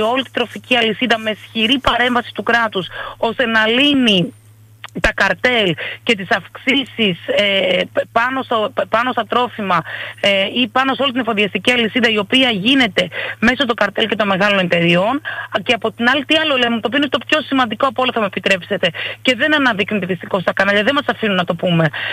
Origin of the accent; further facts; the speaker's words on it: Peloponnese, Greece; Ξέρετε, εγώ είμαι από τη Μεσσηνία.